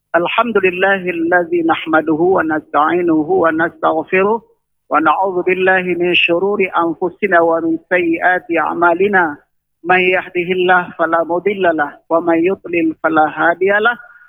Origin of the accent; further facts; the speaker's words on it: Aceh, Indonesia; Kita dari Aceh harus mencari ilmu di tempat lain. Yang dulu orang lain datang ke Aceh.